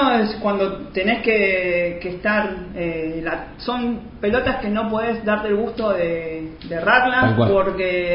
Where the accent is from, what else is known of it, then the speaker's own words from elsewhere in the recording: Argentina; nosotros como argentinos